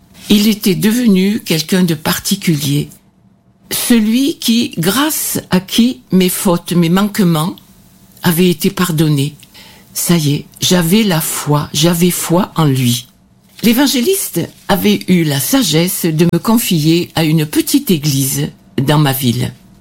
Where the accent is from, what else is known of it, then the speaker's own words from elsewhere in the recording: Anduze, Occitanie, France; j'ai 83 ans. Je viens du sud, d'Anduze, dans le Gard.